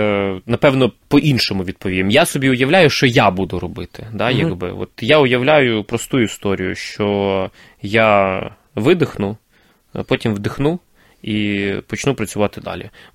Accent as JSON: {"language": "Ukrainian", "region": "Crimea", "country": "Ukraine", "tie": "born or raised there", "moved": "yes", "said": "я буду радіти кожному українському прапору, піднятому в вільних містах мого рідного Криму."}